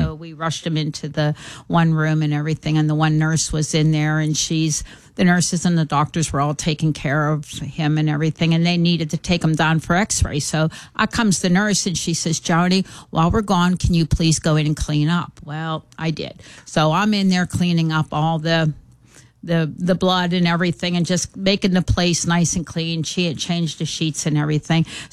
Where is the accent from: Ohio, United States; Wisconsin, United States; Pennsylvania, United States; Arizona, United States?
Pennsylvania, United States; accent: Pittsburgh; now in Sharon, United States; I'm actually from the North Hills.